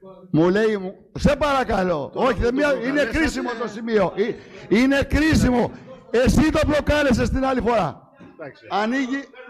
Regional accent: Kymi, Central Greece, Greece; αγάπη μου για τον τόπο μου, για την Κίμη

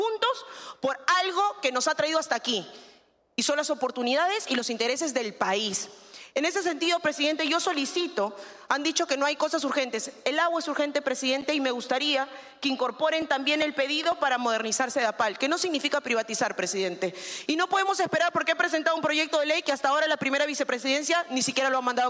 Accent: Peru; nos hace recordar que somos peruanos

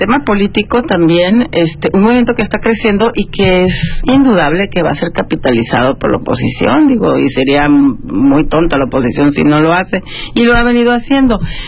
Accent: Mexico; Como mexicanos tenemos que exigir

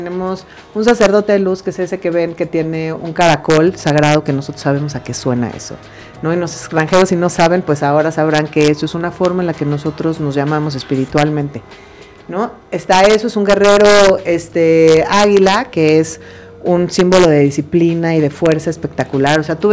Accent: Mexico; los que somos mexicanos desde la primaria.

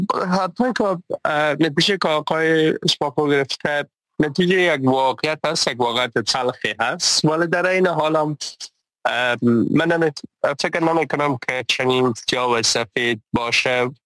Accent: Herat, Afghanistan; ولایت خودم هرات

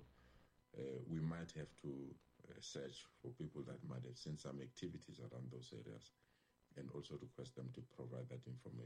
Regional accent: Tembisa, Gauteng, South Africa; I mean, I grew up in Tembisa. I know Captain Park very well.

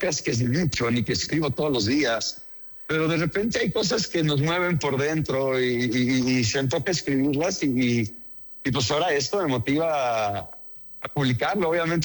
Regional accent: Mexico; que yo creo que es lo que nos falta ahorita como mexicanos

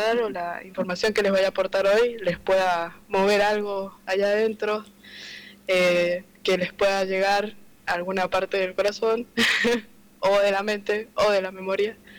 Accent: San Rafael, Mendoza, Argentina; tengo 21 años. Bueno, soy de San Rafael Mendoza

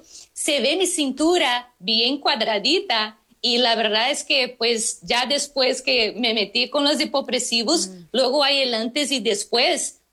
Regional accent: Brazil; Spanish is a second language; now in Mexico; Así que para una brasileña amar la tortilla, eso es porque sí, ya soy mexicana.

